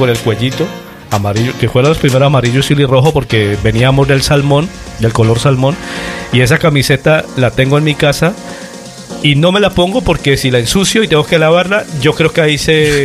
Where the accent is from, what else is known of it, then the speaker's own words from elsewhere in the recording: Cali, Valle del Cauca, Colombia; cuando era jovencito, cuando era crío en Santiago de Cali